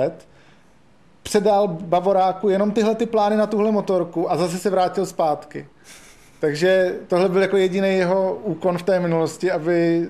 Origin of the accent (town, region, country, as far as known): South Moravian Region, Czechia